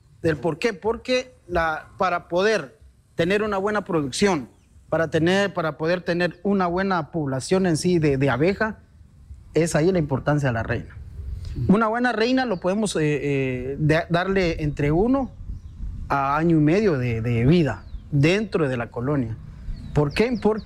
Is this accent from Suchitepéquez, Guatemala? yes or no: no; San Juan La Laguna, Sololá, Guatemala; como bien lo mencionaban. Soy originario de San Juan La Laguna.